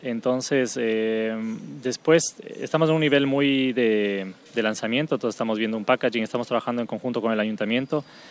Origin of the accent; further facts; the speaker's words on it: Ecuador; now in Castelldefels, Spain; Yo soy ecuatoriano también, así que es una historia bastante bonita porque es una buena coincidencia estar aquí en Castelldefels siendo ecuatoriano y que esta historia tenga un cacao ecuatoriano.